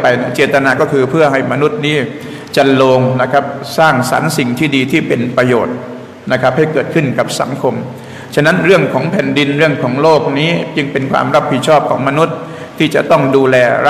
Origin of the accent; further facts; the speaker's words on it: Bangkok, Thailand; ผมพูดถึงคนกรุงเทพเราเนี่ยพวกเราเนี่ยคนคลองชีวิตของเราตั้งแต่สมัยปู่ย่าตายายของเรามานะครับผูกพันกับน้ำผูกพันกับลำคลองมาโดยตลอด